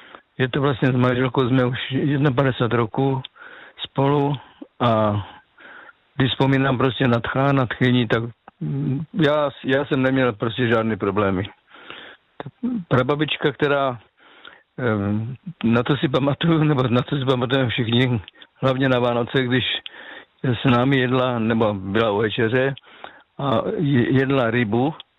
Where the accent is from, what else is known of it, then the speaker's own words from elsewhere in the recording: Moravian Slovakia, Czechia; já pocházím z Moravského Slovácka a tam jsme vlastně byli tři generace babičky, rodiče a my kluci jako